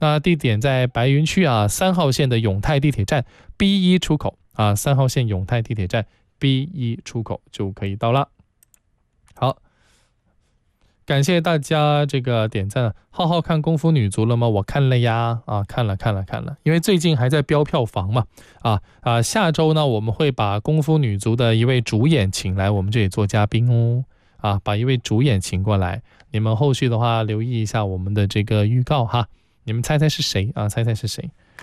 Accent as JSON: {"language": "Chinese", "region": "Guangdong", "country": "China", "said": "我们广东人，真的是很多人在从小看他的作品看到大"}